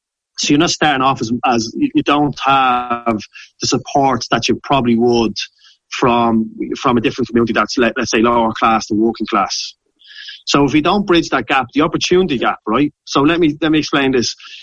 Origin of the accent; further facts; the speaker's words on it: Ireland; we have as Irish people.